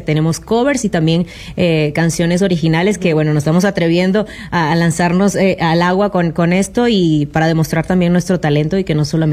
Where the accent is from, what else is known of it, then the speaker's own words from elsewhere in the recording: Venezuela; Yo, por ejemplo, soy venezolana